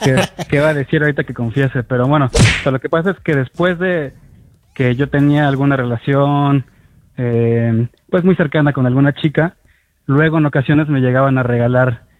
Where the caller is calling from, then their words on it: Mexico City, Mexico; De aquí, de Ciudad de México.